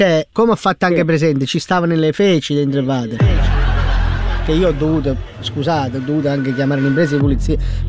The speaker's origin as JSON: {"language": "Italian", "town": "Naples", "region": "Campania", "country": "Italy", "said": "noi napoletani"}